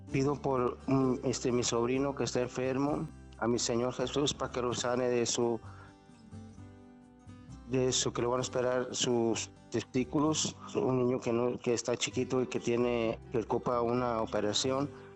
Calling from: El Grullo, Jalisco, Mexico; De aquí, del Grullo, Jalisco.

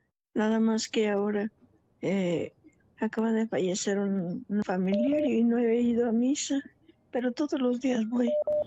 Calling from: Quiroga, Michoacán, Mexico; Estoy llamando de Quiroga

